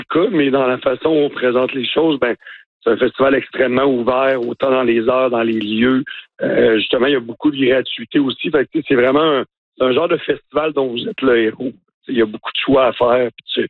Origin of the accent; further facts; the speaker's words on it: Baie-Saint-Paul, Quebec, Canada; moi et Anne-Marie, qui a parti de l'événement avec moi, ouais, on est born and raised, là, tu sais, on est de Baie-Saint-Paul, fait qu'on connaît les gens